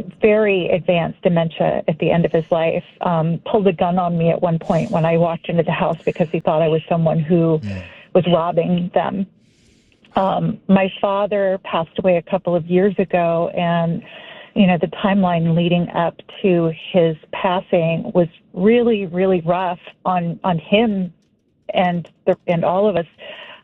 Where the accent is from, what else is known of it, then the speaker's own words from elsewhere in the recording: Texas, United States; So I grew up in Texas